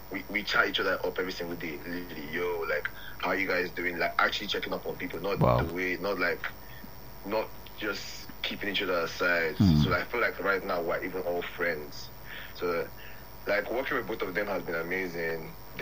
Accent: Port Harcourt, Rivers, Nigeria; we're all from Port Harcourt.

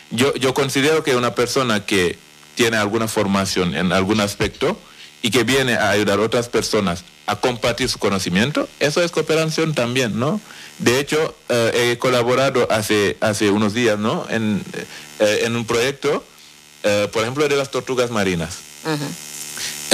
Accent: Senegal; now in Canary Islands, Spain; yo soy senegalés, he vivido aquí en Canarias

